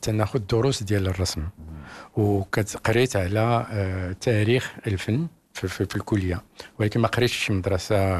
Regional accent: Casablanca, Casablanca-Settat, Morocco; also born or lived in Tahannaout; now in Paris, France; كنت صغير في الحياة الشعبية ديال الدار البيضاء، كبرت في الدرب غليف

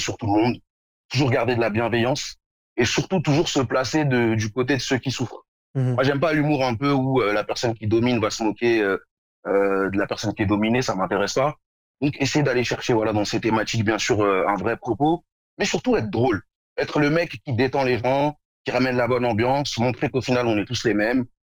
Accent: Morocco; parce que moi, je suis marocain, mais je suis aussi noir. Et donc, je vis la double identité à la fois de noir et à la fois de marocain.

